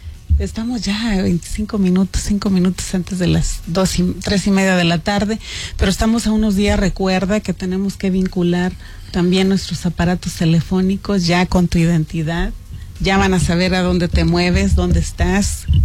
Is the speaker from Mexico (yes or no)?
yes; Mexico; No podemos dejar de ser mexicanos porque fuimos una mezcla de razas, de quienes nos conquistaron.